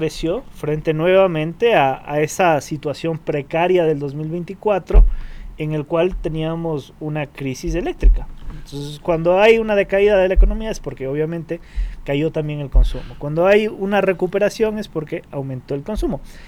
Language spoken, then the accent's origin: Spanish; Ecuador